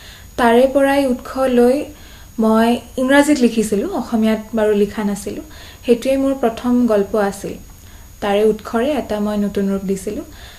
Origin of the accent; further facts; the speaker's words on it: Guwahati, Assam, India; also born or lived in Delhi; মোৰ জন্ম গুৱাহাটীতে। মই স্কুলিং কৰিছোঁ ছেইণ্ট ষ্টিফেন স্কুল গুৱাহাটী, খ্ৰীষ্টান বস্তিত।